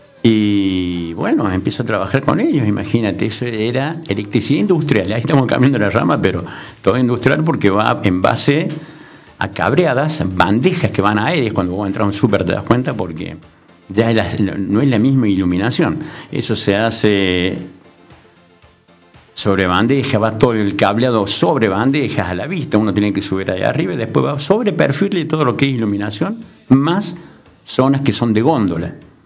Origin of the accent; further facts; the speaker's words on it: Córdoba, Argentina; moved away as an adult; also born or lived in Buenos Aires; me siento mucho más cómodo acá, con mi gente y con mi provincia.